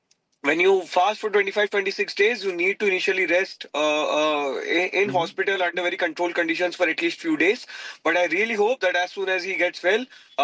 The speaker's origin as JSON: {"language": "English", "town": "Jaipur", "region": "Rajasthan", "country": "India", "tie": "born or raised there", "second_language": "English", "said": "As I speak, my hometown, Jaipur, there has been a protest going on for 36 hours."}